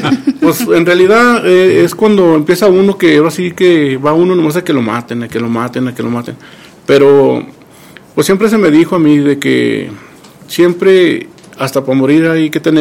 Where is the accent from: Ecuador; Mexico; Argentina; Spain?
Mexico; Fresnillo, Zacatecas; Somos originarios de aquí de Fresnillo, Zacatecas.